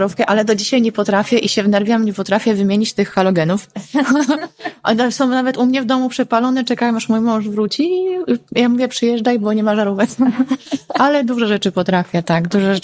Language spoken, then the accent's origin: Polish; Reda, Pomeranian Voivodeship, Poland; Ja też jestem z Gdyni, tak? Z Trójmiasta, właściwie z Redy, no, żeby sprecyzować, ale to jest koło Gdyni.